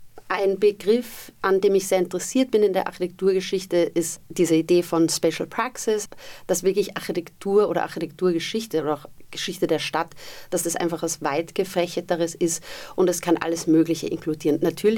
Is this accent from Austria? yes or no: yes; Vienna, Austria; moved away; Also ich komme ja aus Wien eigentlich